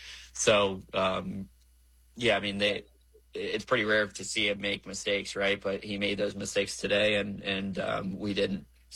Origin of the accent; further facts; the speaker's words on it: Florida, United States; to be a native Floridian American, born and raised here in the U.S.